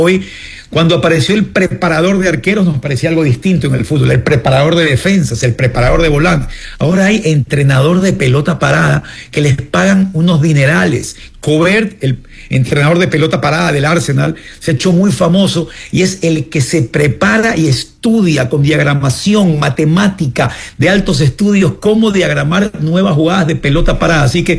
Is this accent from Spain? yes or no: no; Ecuador; Nosotros como ecuatorianos, que tenemos una gran ilusión de lo que puede hacer en el mundial